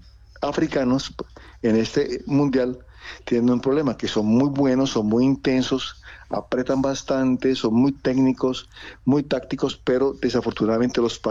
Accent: Colombia; Yo como colombiano siempre soy optimista.

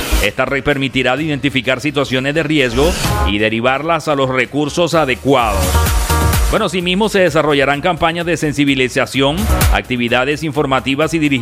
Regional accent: Venezuela; moved away as an adult; now in Spain; Yo cuando me vine de Venezuela, que ya voy a cumplir 2 años acá en España, yo había dejado a mi madre allá en Venezuela

